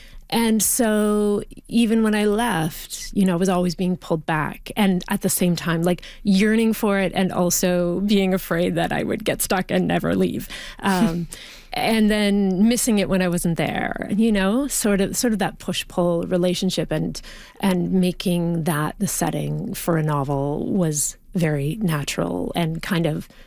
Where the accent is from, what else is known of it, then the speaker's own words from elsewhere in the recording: Ontario, Canada; Well, I grew up in Northern Ontario. It's where I am from. It's sort of in my bones, I guess, and rural Northern Ontario, like in the bush on a dead end gravel road off the Trans-Canada Highway